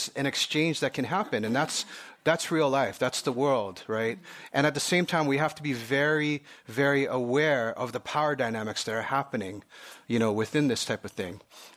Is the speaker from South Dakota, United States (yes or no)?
no; Honolulu, Hawaii, United States; as a kid growing up in Honolulu, Hawaii